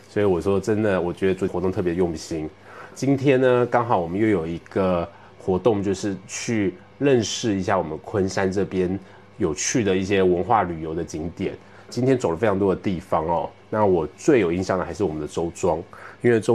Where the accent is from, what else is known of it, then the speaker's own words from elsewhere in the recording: Taiwan; moved away as an adult; now in Suzhou, China; 我来自台湾，然后我是2014年从台湾来到大陆，我现在在大陆已经待了12年，然后并且在这边也算是落地生根。那 … 呢，在大陆的12年中呢，有10年都住在我们的苏州。